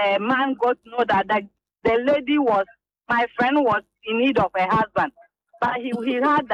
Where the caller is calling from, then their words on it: Abokobi, Greater Accra, Ghana; from Abokobi.